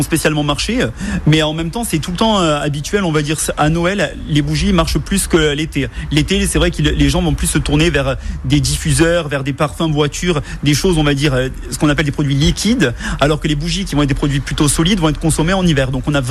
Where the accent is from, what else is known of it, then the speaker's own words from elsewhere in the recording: Occitanie, France; Moi, par exemple, je suis du Tarn, à Vaud'Olivez, et j'ai été baptisé là-bas